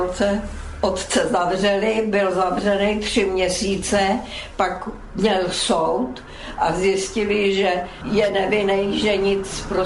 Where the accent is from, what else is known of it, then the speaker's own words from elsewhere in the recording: Písek, South Bohemian Region, Czechia; also born or lived in Subcarpathian Ruthenia; now in Týnec nad Sázavou, Czechia; Narodila jsem se na Podkarpatský Rusy. Moje matka byla Rakušánka, otec Čech a oni bydleli tam. No a pak jsme se stěhovali do Písku. A v Písku jsme byli do roku 46